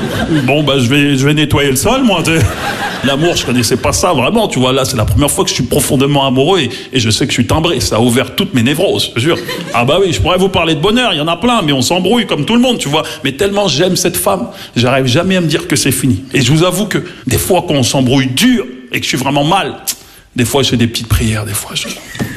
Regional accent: Maisons-Alfort, Île-de-France, France; parce que j'ai grandi à Maison-Alfort, en plus, tu vois, dans le 9-4, tu vois.

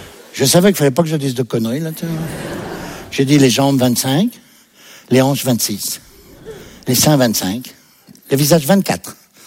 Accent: Paris, Île-de-France, France; Et là, elle m'a dit, tu es d'où? J'ai dit, je suis de Paris.

